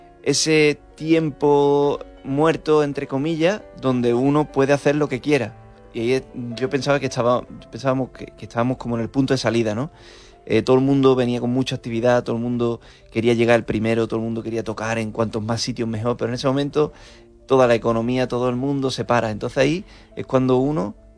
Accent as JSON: {"language": "Spanish", "town": "Utrera", "region": "Andalusia", "country": "Spain", "tie": "born or raised there", "said": "no solamente era de mi tierra, ¿no? De Utrera, donde quizás yo trataba de ir despuntando, ¿no? O en Sevilla o tal"}